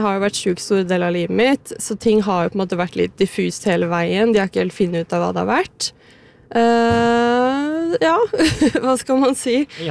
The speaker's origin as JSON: {"language": "Norwegian", "town": "Flisa", "region": "Innlandet", "country": "Norway", "said": "Jeg er fra Flisa, midt mellom Elverum og Kongsvinger, og så har jeg havnet i byen da."}